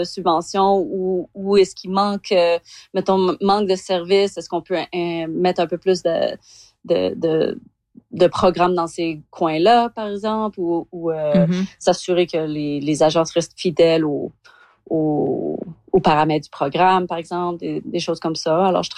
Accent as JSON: {"language": "French", "town": "Calgary", "region": "Alberta", "country": "Canada"}